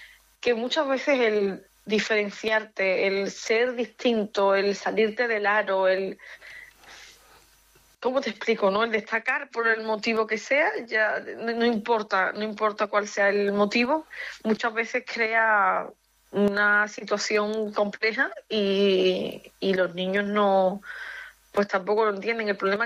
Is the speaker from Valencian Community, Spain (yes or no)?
no; Seville, Andalusia, Spain; al final todo el mundo me habla en castellano y yo pues se me nota que soy de aquí, de Sevilla.